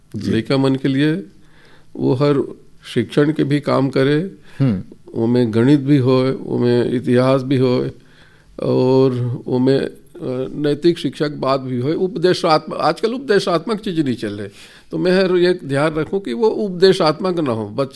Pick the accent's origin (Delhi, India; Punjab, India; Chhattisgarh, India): Chhattisgarh, India; देखो जी हम छत्तीसगढ़िया आदमी और छत्तीसगढ़ी में लिंग के बड़ा प्रॉब्लम होते